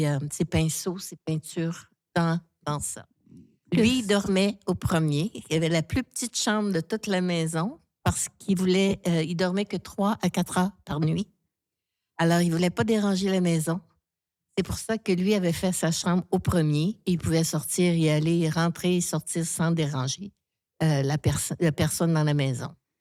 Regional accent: Montreal, Quebec, Canada; Moi, je viens de Montréal

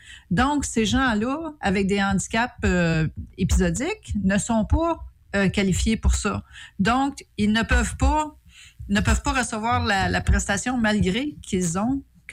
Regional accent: Gatineau, Quebec, Canada; Mon coin de pays à Gatineau

